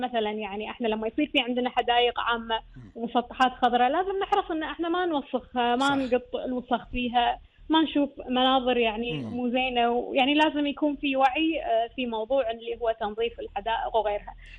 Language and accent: Arabic; Kuwait; born there; احنا من انولدنا احنا نشوف ان احنا ديرتنا غير عن باجي الديار ولله الحمد.